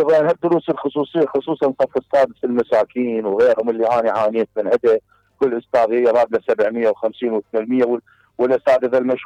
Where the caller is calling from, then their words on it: Baghdad, Baghdad Governorate, Iraq; من بغداد.